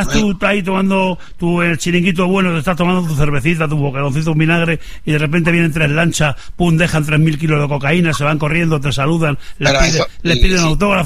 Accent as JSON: {"language": "Spanish", "town": "Madrid", "region": "Community of Madrid", "country": "Spain", "said": "venimos los de Madrid"}